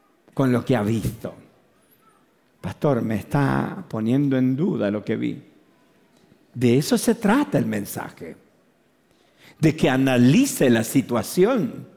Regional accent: Mendoza, Argentina; Por eso amo mi tierra. Amo esta Argentina, Mendoza en particular, la colonia.

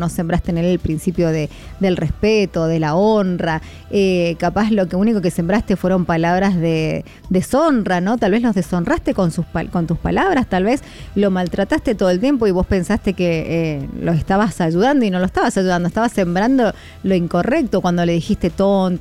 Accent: Mendoza, Argentina; La yapa, que como los argentinos acá, los mendocinos decimos, es la yapa, el extra.

